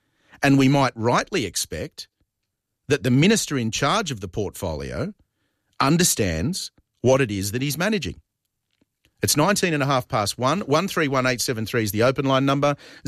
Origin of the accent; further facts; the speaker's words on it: Australia; I encourage anyone to look into the process as an Australian of how hard it is to emigrate to the US